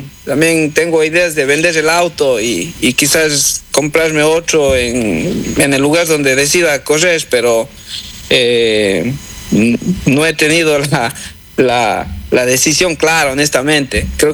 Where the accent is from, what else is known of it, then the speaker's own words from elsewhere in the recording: Ecuador; moved away; me gustaría poder regresar algún momento al Ecuador a competir, ¿no? A la final es mi tierra